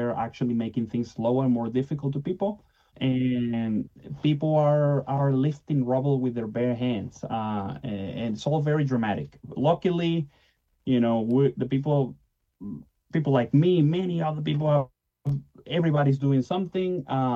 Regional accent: Venezuela; now in Australia; my home country of Venezuela

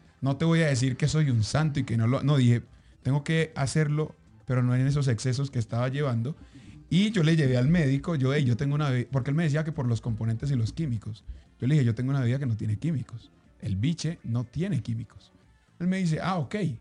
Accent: Colombia; nosotros como colombianos

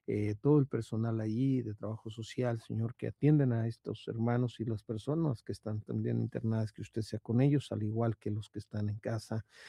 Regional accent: Mexico

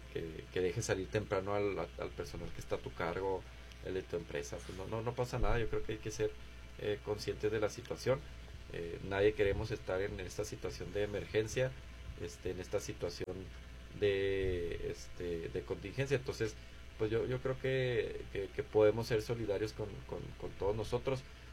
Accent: Ciudad Juárez, Chihuahua, Mexico; Si todos los juarenses nos ponemos de acuerdo

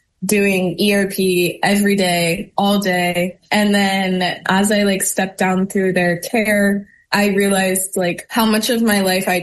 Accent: Midwest, United States; now in Seattle, United States; I grew up in the Midwest.

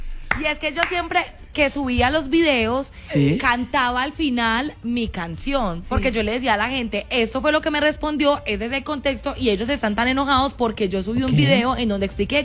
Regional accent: Colombia; A ver, yo amo Colombia, yo soy colombiana.

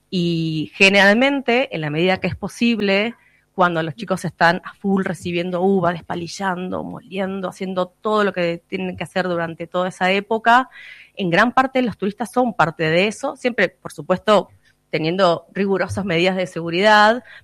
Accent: Buenos Aires, Argentina; Yo que vengo de Buenos Aires no paro de asombrarme

